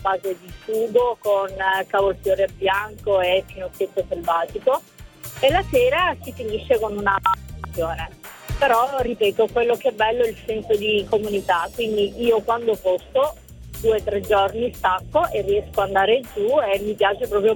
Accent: Salaparuta, Sicily, Italy; now in Vicenza, Italy; ma io sono originaria di Salaperuzza, provincia di Trapani, ma vivo ormai da parecchi anni a Vicenza.

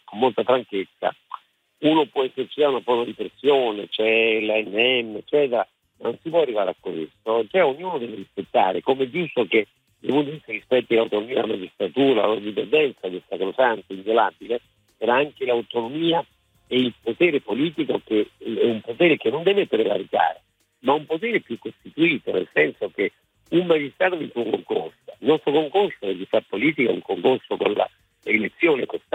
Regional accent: Naples, Campania, Italy; io che sono napoletano

